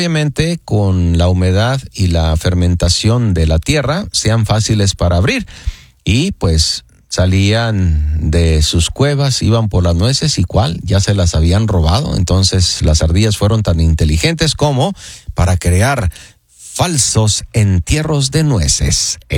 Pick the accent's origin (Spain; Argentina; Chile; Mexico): Mexico; Guadalajara, Jalisco; Yo que soy de Guanatos y mexicano, le digo gracias.